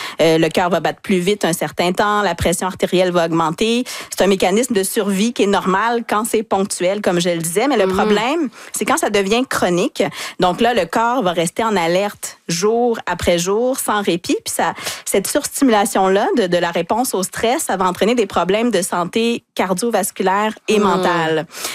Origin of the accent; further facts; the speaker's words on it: Quebec, Canada; Puis si on regarde chez nous au Québec...